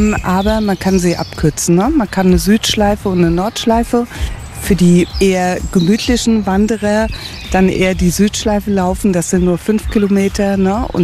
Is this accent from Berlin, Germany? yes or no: no; Wörrstadt, Rhineland-Palatinate, Germany; Ich bin jetzt selbst aus Wörstadt.